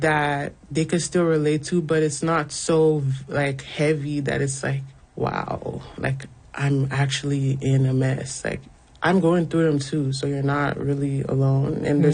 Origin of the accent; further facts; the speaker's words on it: Nigeria; now in Canada; I feel like growing up in Nigeria, Nigeria is its own world. Stepping out of Nigeria and coming to Canada, I was like, wow.